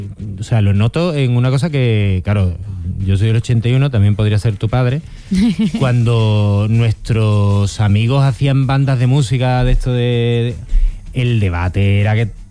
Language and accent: Spanish; Andalusia, Spain